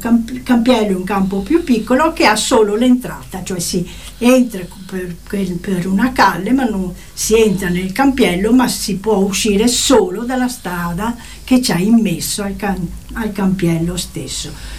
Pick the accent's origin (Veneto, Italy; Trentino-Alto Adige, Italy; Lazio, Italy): Veneto, Italy; Venice; born there; io sono nata a Piscina San Martino